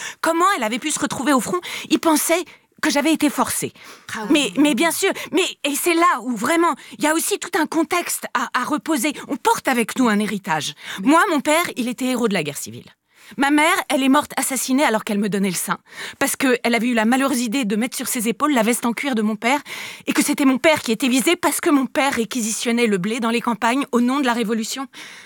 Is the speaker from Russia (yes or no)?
yes; Siberia, Russia; Mais enfin, je dis ça, moi je viens de Sibérie, vous voyez, moi j'étais à des milliers de kilomètres de l'arrivée des Allemands.